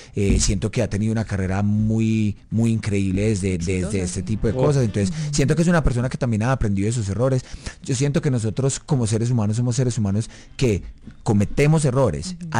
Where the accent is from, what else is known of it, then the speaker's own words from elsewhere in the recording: Colombia; yo al fin y al cabo soy colombiano